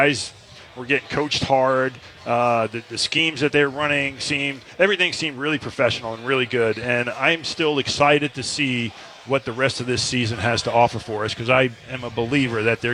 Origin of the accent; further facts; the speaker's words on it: Long Island, New York, United States; I grew up on Long Island